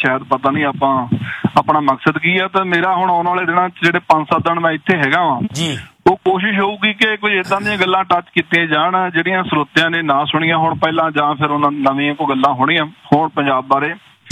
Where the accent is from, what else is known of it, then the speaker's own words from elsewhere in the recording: Punjab, India; moved away as an adult; ਮੈਂ ਕਾਫੀ ਹਿੱਸਾ ਇੱਥੇ ਕੱਢਿਆ